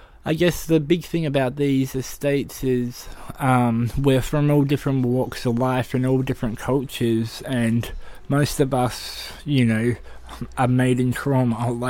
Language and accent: English; Queensland, Australia; also born or lived in Christchurch, New Zealand; now in Collingwood, Australia; I'm from New Zealand, Christchurch, but grew up on a 40,000 acre property and then a 30 acre property in Queensland, and now I live in Collingwood.